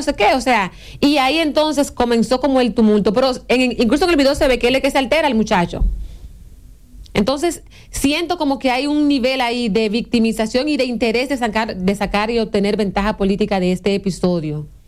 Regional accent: Dominican Republic; nosotros como dominicanos

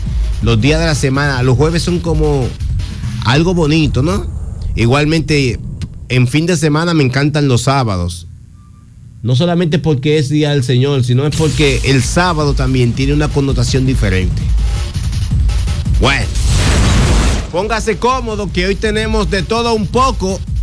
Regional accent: Dominican Republic; como dominicanos y creyentes en Dios

